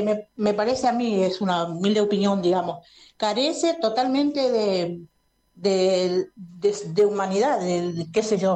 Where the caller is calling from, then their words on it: Argentina; no me gustaría a mí como argentina